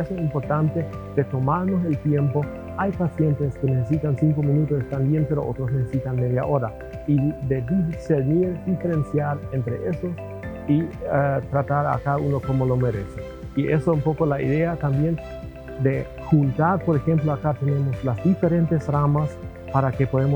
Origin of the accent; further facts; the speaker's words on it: Paraguay; también como paraguayos